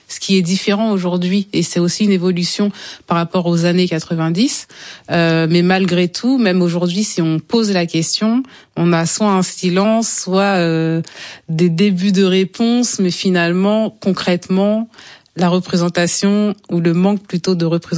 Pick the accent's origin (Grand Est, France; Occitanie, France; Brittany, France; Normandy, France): Normandy, France; Rouen; Mais comment ça, de Normandie, vous venez d'où? Je dis, Rouen